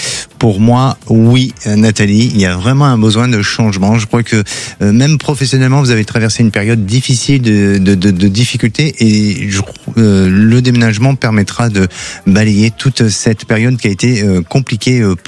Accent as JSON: {"language": "French", "town": "Bordeaux", "region": "Nouvelle-Aquitaine", "country": "France"}